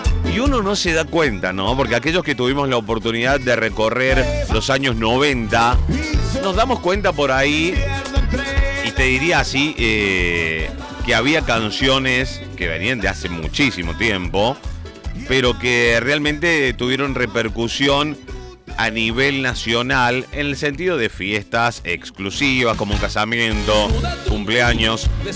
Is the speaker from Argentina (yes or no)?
yes; Córdoba, Argentina